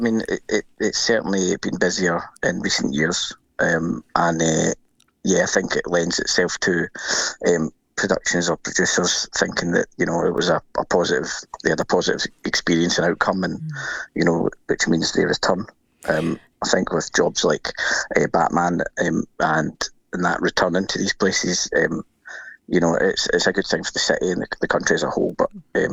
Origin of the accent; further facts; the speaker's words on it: Glasgow, Scotland, United Kingdom; as someone who's born and bred in Glasgow, to be working in the city I was born and grew up